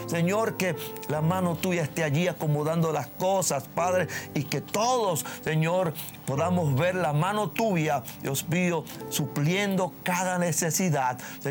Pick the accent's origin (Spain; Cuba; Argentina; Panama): Panama